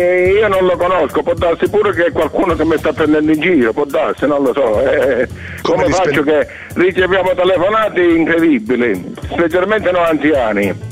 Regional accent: Calabria, Italy; Io non sono da Agrigento, sono calabrese.

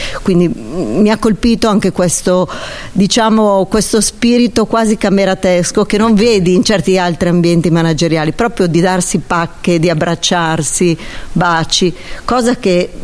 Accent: Lombardy, Italy

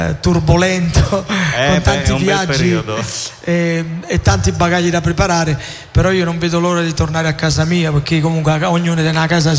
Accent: Naples, Campania, Italy; sono nato nel 69, sono rientrato subito in Italia, ho sempre vissuto a Napoli, non sono mai andato via

